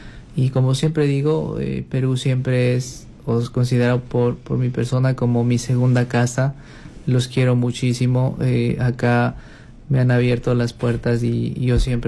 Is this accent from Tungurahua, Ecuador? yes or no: yes; Ambato, Tungurahua, Ecuador; yo vengo de Ecuador, específicamente de Ambato, la ciudad en donde ha nacido el compositor del himno nacional del Ecuador. Y pues la tierra de las flores, las frutas y el pan.